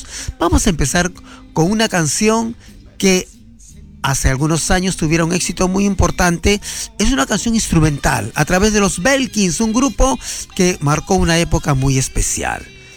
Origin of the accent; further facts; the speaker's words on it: Peru; peruanos que hacemos música. Gracias Abdai por ser nuestro representante en los derechos de autor.